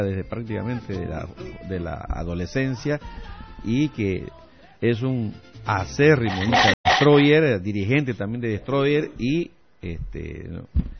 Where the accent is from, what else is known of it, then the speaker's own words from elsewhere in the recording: eastern lowlands, Bolivia; cómo somos, claro, los cambas. Utilizamos otro lenguaje a veces